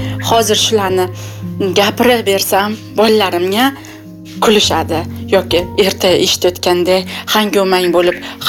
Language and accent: Uzbek; Kashkadarya Region, Uzbekistan; Qashqadaryoda ikki qozon osh bo'lardi bolaligimizda.